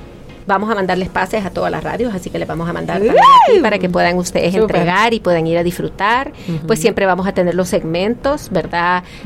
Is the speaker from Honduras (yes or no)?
no; El Salvador; el abrazo que nos une como salvadoreños